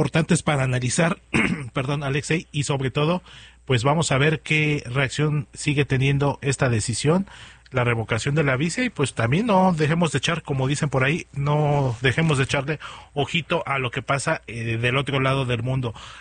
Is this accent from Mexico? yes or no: yes; Mexico